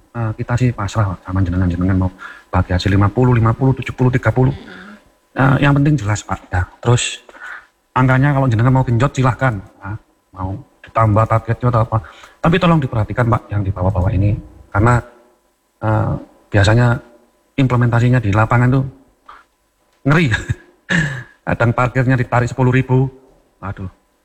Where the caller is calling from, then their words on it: Malang, East Java, Indonesia; saya sebagai warga Malang, khususnya pengguna jalan